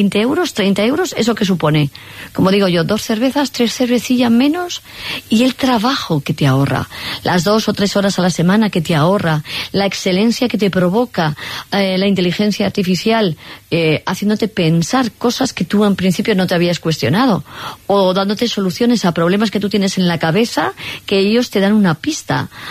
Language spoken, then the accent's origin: Spanish; Cuenca, Castilla-La Mancha, Spain; now in Madrid, Spain